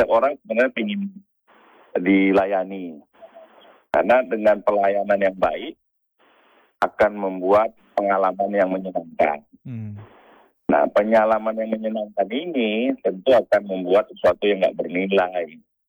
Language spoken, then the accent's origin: Indonesian; North Sumatra, Indonesia; saya kebetulan orang Batak juga